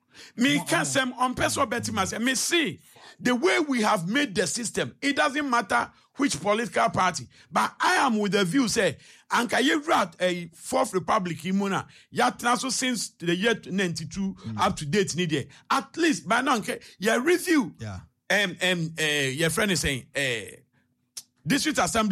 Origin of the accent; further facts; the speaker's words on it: Ghana; I'm telling you my pain as a Ghanaian.